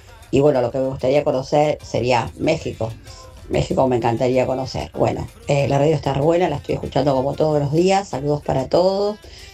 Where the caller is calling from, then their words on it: Mariano Acosta, Buenos Aires Province, Argentina; Soy de Mariano Acosta, partido de Berlo.